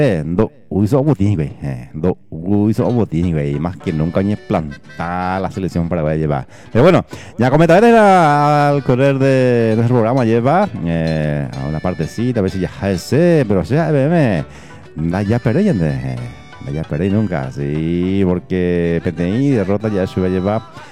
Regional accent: Paraguay; me sentí como buen paraguayo

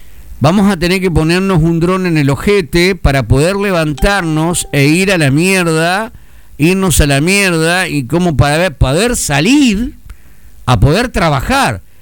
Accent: Santa Fe, Argentina; somos los santafesinos cara de boludo

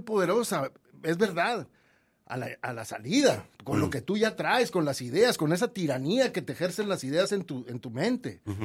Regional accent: Mexico; yo no reniego de ser mexicano, orgulloso mexicano

